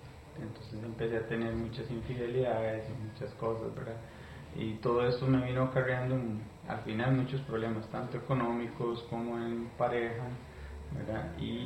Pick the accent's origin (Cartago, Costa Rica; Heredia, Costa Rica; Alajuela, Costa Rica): Cartago, Costa Rica; El Guarco; born there; yo nací en una provincia de acá de Costa Rica que se llama Cartago, específicamente en el Guarco. Yo soy el mayor de cuatro hijos, ¿verdad?